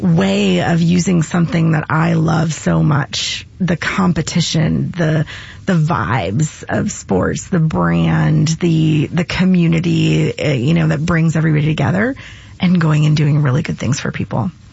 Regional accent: Canada; also born or lived in United States; My family's in Canada. I grew up in Canada.

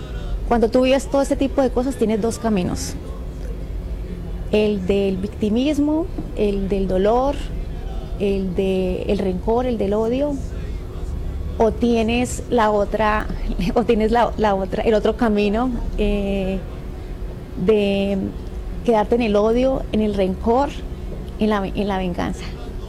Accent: Tolima, Colombia; born there; now in Santander, Colombia; Yo soy tolimense de nacimiento, pero soy santandereana de convicción y de elección.

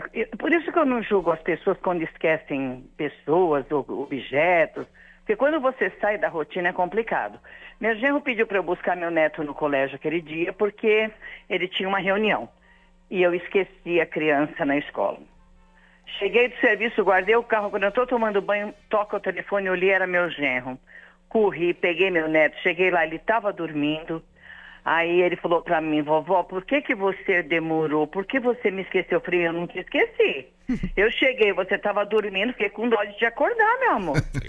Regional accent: São Paulo, Brazil; eu sou daqui do Vila Franco, São Paulo.

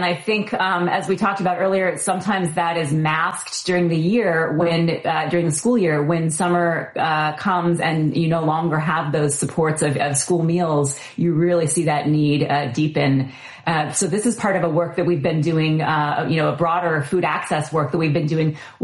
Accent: Eureka, California, United States; also born or lived in Minnesota; I grew up in Eureka, California, Northern California.

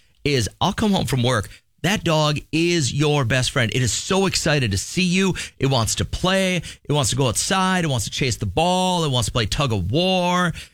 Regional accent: Belle Plaine, Minnesota, United States; moved away; my hometown is Belle Plaine, Minnesota.

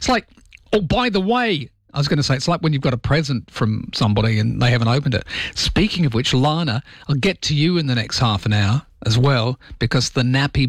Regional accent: Inglewood, Western Australia, Australia; I went to this house that I grew up in Inglewood in 9th Avenue, top of the hill, and it was next to the hall.

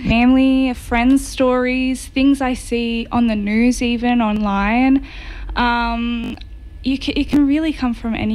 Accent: Boorowa, New South Wales, Australia; moved away as an adult; also born or lived in Sydney; now in Goulburn, Australia; Yeah, I grew up in the Boorowa area around there, just outside on a farm. And then I headed up to the big city, Sydney, for a while. And now I'm back in here in Goulburn.

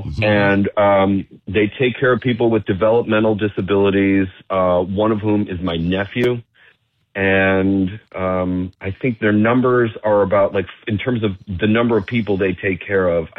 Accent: Cleveland, Ohio, United States; moved away as an adult; now in New York City, United States; I'm gunning for my hometown, Flash. Okay. Like, it doesn't, you know, you can take the boy out of Cleveland, as they say.

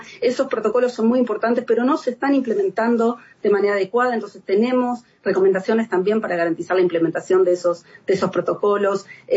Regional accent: Argentina; Vengo de Argentina

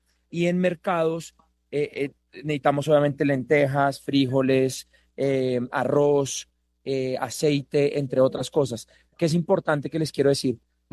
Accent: Colombia; Miren, cuando nos unimos como colombianos sin banderas políticas, sin nada, lo que logramos no tiene palabras.

